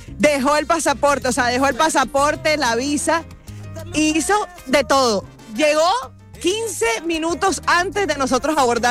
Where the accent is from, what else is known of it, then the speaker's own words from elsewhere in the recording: Caribbean Region, Colombia; yo que soy costeña.